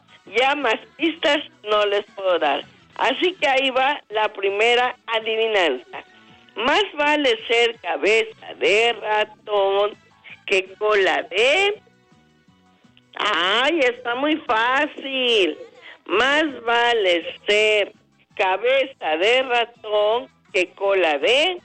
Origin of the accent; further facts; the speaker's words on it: Puebla, Mexico; nosotros como mexicanos, como poblanos